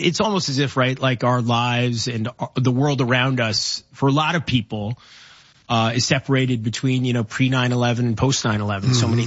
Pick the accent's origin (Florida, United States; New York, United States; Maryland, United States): New York, United States; as a New Yorker, as an American.